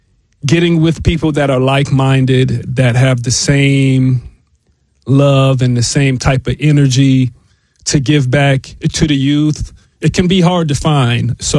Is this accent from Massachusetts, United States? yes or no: no; Tacoma, Washington, United States; born and raised in Tacoma. Big shout out to T-Town